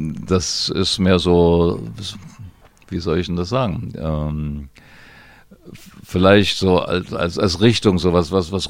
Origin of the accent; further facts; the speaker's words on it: Radebeul, Saxony, Germany; Ja, Winzer bietet sich an, ich bin ja in Radebeul groß geworden